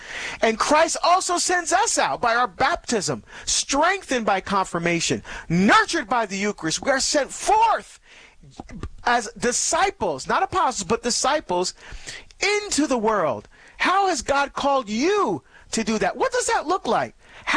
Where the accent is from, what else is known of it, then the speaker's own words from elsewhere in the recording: New Jersey, United States; moved away; I really want to get back to Jersey, to my home state